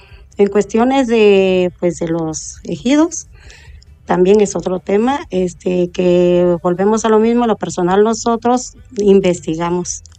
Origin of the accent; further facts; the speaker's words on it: Acatlán, Mexico; born there; Yo soy de Acatlán. Yo nací aquí, tengo muchos años viviendo